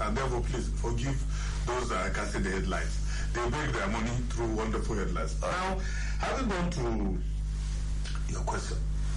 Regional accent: Nigeria; as a Nigerian

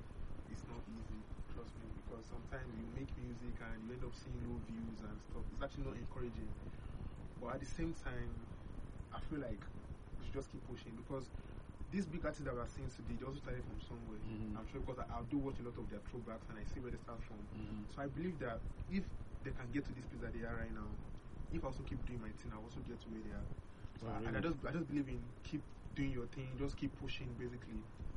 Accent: Kogi, Nigeria; I'm from Kogi State

